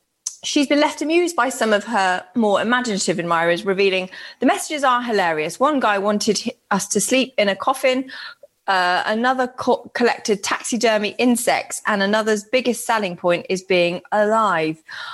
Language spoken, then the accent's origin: English; Birmingham, West Midlands, United Kingdom; I'm from Birmingham